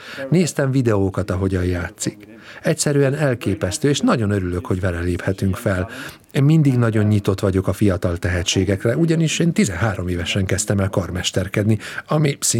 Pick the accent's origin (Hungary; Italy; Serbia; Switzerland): Italy; Hungarian is a second language; Én olasz vagyok, és természetesen rengeteg dolog utal Olaszországra a műsorban.